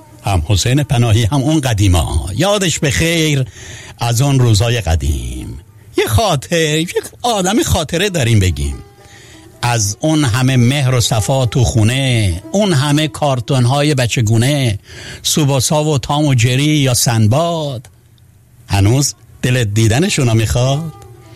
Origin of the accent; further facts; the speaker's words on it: Iran; born there; moved away; یاد ایران به خیر، یاد زادگاهمون به خیر،